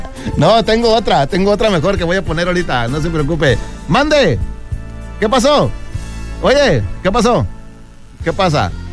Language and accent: Spanish; Sinaloa, Mexico; yo soy de Sinaloa.